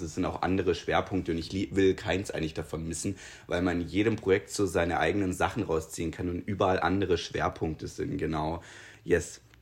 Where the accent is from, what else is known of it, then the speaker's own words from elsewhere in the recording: Triberg, Baden-Württemberg, Germany; in Triberg, in meiner Heimatstadt, die ja tatsächlich überregional bekannt waren